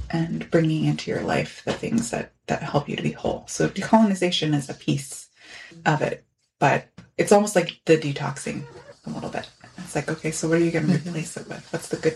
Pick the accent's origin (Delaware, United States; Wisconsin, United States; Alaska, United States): Alaska, United States; Unalakleet; I'm from Ungalakhlik, Unalakleet.